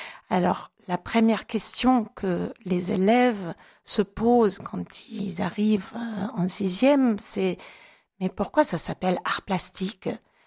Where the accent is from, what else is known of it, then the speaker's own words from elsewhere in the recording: Germany; accent: German; French is a second language; now in Avignon, France; j'ai un accent allemand. Je suis d'origine allemande